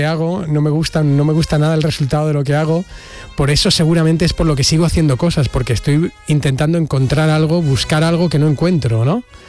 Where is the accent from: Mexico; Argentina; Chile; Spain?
Spain; Region of Murcia; also born or lived in Barcelona; now in Seville, Spain; Sí, no soy catalán, yo soy murciano realmente. Y me fui a Barcelona a estudiar al Instituto del Teatro. Y luego lo que no sabéis es que yo vivo en Sevilla hace 10 años.